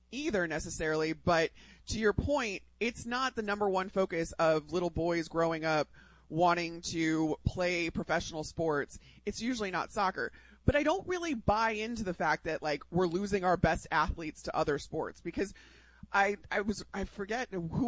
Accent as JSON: {"language": "English", "region": "Illinois", "country": "United States", "tie": "born or raised there", "said": "Like, I grew up in outside Chicago, where hockey was a huge sport that everybody in my neighborhood played."}